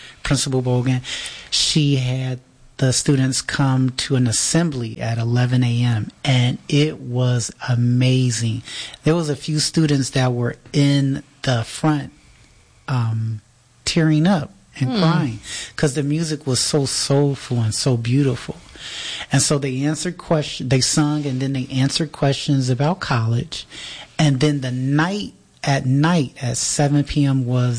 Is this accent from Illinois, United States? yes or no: yes; Chicago, Illinois, United States; now in Kalamazoo, United States; Chicago, my hometown.